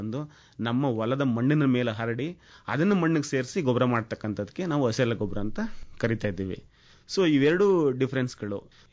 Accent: Malavalli, Karnataka, India; moved away; ಮೂಲವಾಗಿ ನಾನು ಮಳವಳ್ಳಿ ತಾಲೂಕಿಂದ ಬಂದಿರೋದ್ರಿಂದ ನಮ್ಮೂರಿನಲ್ಲಿ ಕುಷ್ಕಿ ಬೇಸಾಯನ ಜಾಸ್ತಿ ಮಾಡ್ತಾ ಇದ್ರು.

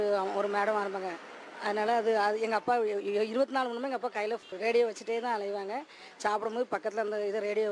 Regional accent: Kulasekarapattinam, Tamil Nadu, India; எனக்கு என்னுடைய சொந்த ஊர் கொலசேரிப்பட்டினம்.

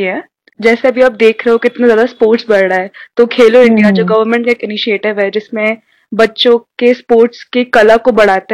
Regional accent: Narsinghpur, Madhya Pradesh, India; moved away as an adult; now in Indore, India; मैं नरसिंहपुर से हूँ, जो जबलपुर के पास आता है, और मैंने अपना ग्रेजुएशन भी इंदौर से ही किया है।

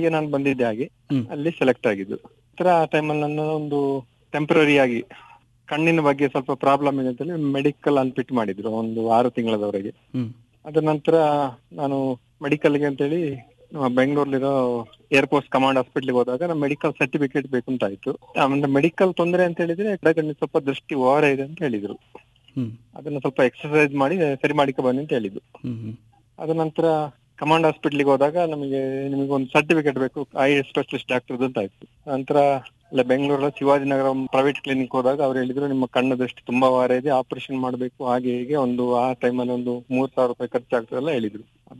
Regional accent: Karnataka, India; ನಮ್ಮ ಊರು ಸುಮಾರ್ಪೇಟೆ ತಾಲೂಕು ಆಲೂರು ಸಿದ್ದಾಪುರ ಪಂಚಾಯತಿ ದೊಡ್ಡ ಕಣಗಾಲ್ ಗ್ರಾಮ. ನಮ್ಮದು ನಾನು ನನ್ನ ಪ್ರಾಥಮಿಕ ಶಿಕ್ಷಣವನ್ನು ಅಲ್ಲೇ ಸೋಮವಾರಪೇಟೆ ಆಲೂರು ಸಿದ್ದಾಪುರದ ಸರ್ಕಾರಿ ಮಾದರಿ ಪ್ರಾಥಮಿಕ ಶಾಲೆಯಲ್ಲಿ ಮುಗಿಸಿ

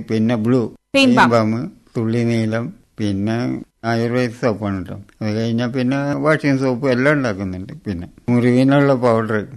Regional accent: Kozhikode, Kerala, India; Kozhikode.

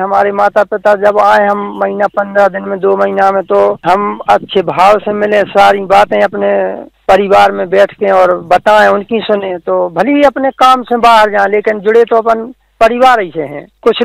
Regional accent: Madhya Pradesh, India; हमारा गांव सागर से है लगभग 35 किलोमीटर के आसपास और जो दक्षिण दिशा में है सागर से लगभग। गांव का नाम है धुरा।

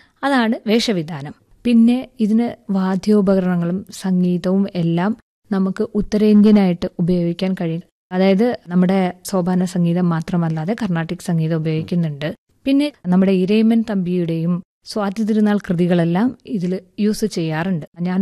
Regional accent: Kerala, India; അപ്പൊ ഞാൻ മാത്രമേ മലയാളിയുള്ളൂ.

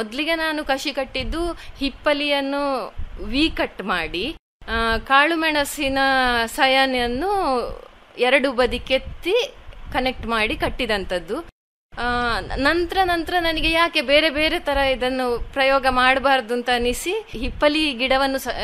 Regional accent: Markanja, Karnataka, India; born there; moved away as an adult; now in Sediyappu, India; ನಾನು ಹುಟ್ಟಿದ್ದು ಸುಳ್ಯ ತಾಲೂಕಿನ ಮರ್ಕಂಜ ಗ್ರಾಮದಲ್ಲಿ. … ಕೃಷಿ ಕುಟುಂಬ.

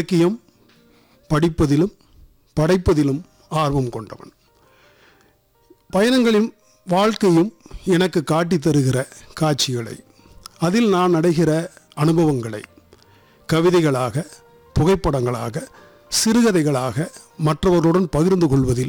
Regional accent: Palani, Tamil Nadu, India; ஆனால் இன்றைக்கும் வந்து எனக்கு மிக நெருக்கமாக இருக்கும் பழனி. நான் பழனியை சேர்ந்தவன்.

